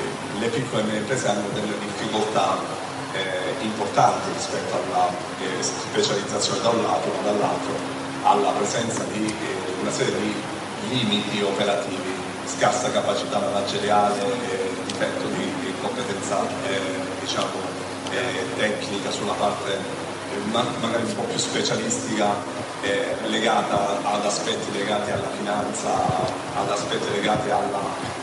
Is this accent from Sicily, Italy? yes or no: yes; Sicily, Italy; Intanto, essendo siciliano, devo esprimere un parere sulle infrastrutture e sul ponte